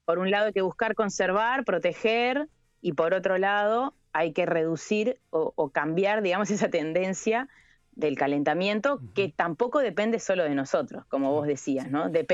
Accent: Uruguay; nosotros como uruguayos

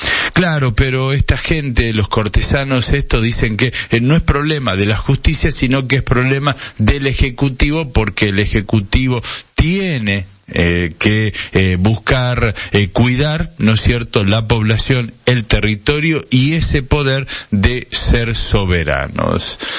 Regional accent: Argentina; como persona que vive como argentino

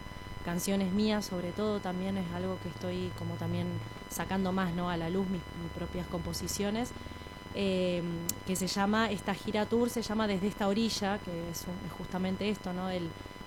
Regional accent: Ushuaia, Tierra del Fuego, Argentina; born there; moved away; desde que nací en Ushuaia

